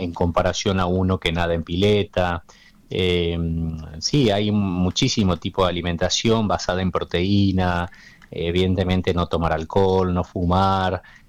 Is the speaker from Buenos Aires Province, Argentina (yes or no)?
no; Tucumán, Argentina; es como decir Tucumán, yo que soy tucumano, ¿en dónde nadás en aguas frías en Tucumán?